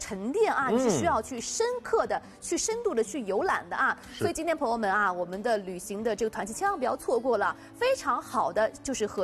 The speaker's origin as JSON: {"language": "Chinese", "region": "Shanxi", "country": "China", "said": "我们山西人"}